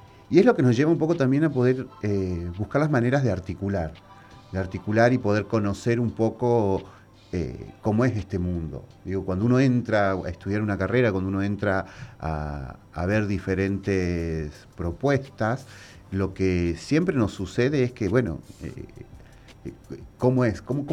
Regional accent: Catamarca, Argentina; En Catamarca no teníamos esa carrera, tenía que viajar a Córdoba, Tucumán, Buenos Aires.

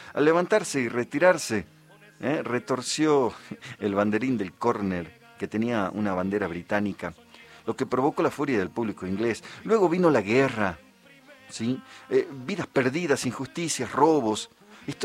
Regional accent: Argentina

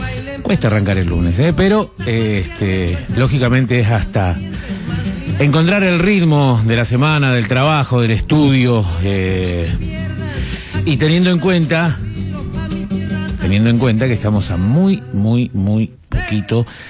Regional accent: Argentina; nuestra selección argentina

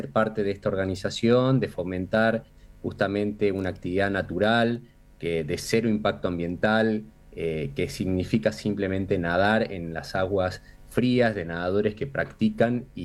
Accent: Argentina; en nuestro país, en Argentina, en la Patagonia

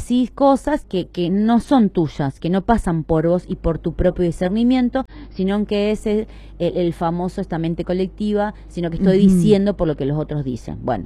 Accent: Argentina; somos argentinos

